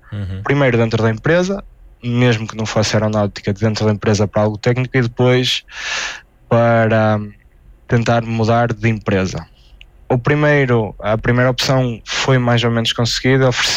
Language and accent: Portuguese; Ponte de Lima, Viana do Castelo, Portugal; Eu sou de Ponte Lima, mas voltei para Portugal, neste caso em Évora